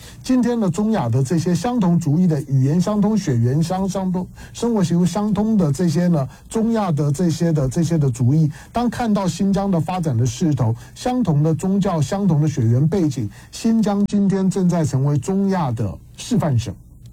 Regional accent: Taiwan; born there; 我都说我是一个在台湾出生的中国人，我是一个在台湾出生的统派

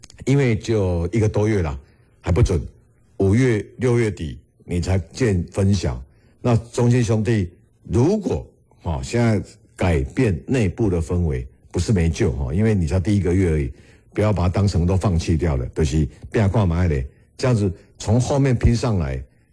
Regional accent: Taiwan; 我们台湾人非常非常羡慕嘛

